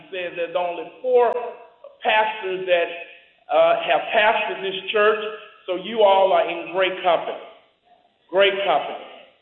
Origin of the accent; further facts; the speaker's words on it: Alabama, United States; Alabama, my hometown. Hallelujah. I was born and raised in Alabama.